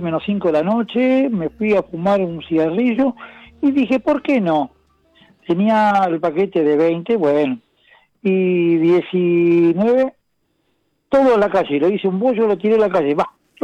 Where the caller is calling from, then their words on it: Argentina; de Alejandro Cor.